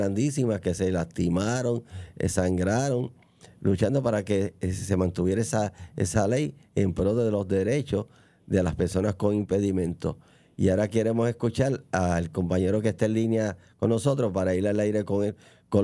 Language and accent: Spanish; Puerto Rico